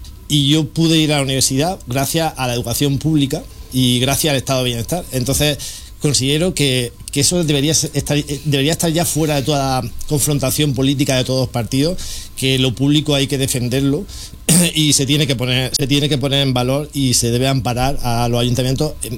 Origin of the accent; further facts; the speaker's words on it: Jaén, Andalusia, Spain; soy un poco la voz de la España vaciada de Jaén, que parece que Jaén no es la provincia arquetípica de la España vaciada, pero mi pueblo tiene cuatro habitantes, no llega, no sé si son 3,9 o 4 habitantes por kilómetro cuadrado.